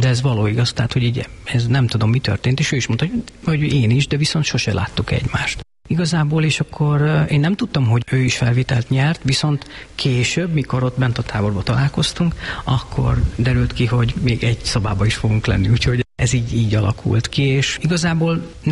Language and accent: Hungarian; Nagykanizsa, Zala, Hungary; Hát ugye én Zala megyei vagyok, azon belül is Nagykanizsai